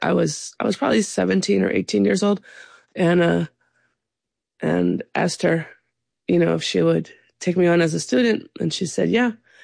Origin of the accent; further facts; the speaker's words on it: Sonoma County, California, United States; Well, I grew up in Sonoma County, so she played around there